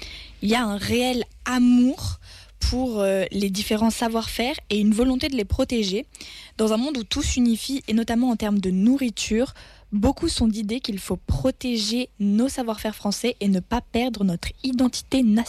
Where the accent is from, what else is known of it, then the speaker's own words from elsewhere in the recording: Bordeaux, Nouvelle-Aquitaine, France; now in Arras, France; moi, je viens de Bordeaux